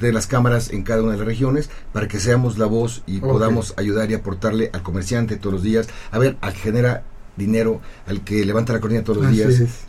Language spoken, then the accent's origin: Spanish; Zacapoaxtla, Puebla, Mexico; gente de Zacapuazcla, mi tierra querida